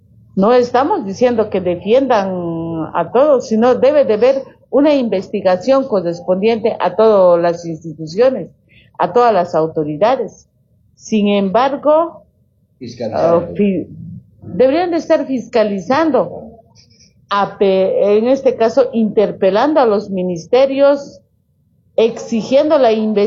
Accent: Bolivia; hoy como pueblo boliviano también lo estamos viviendo.

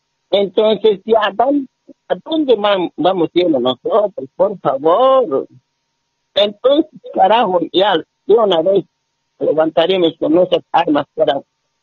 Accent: Bolivia; somos bolivianos, somos originarios, nacidos en Bolivia, criados en Bolivia. Para nosotros no venimos de otro país.

